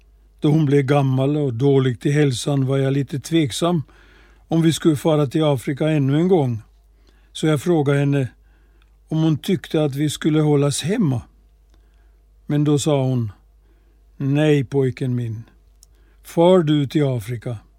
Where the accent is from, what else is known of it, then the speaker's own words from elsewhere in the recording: Rörsby, Uusimaa, Finland; born there; Jag föddes i Finland i en liten by som heter Rörsby. Närmaste stad heter Ekenäs.